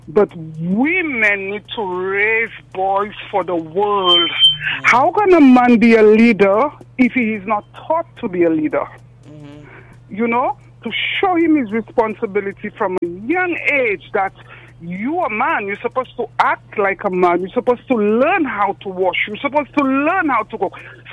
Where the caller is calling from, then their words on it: Martinique; I'm calling from Martinique.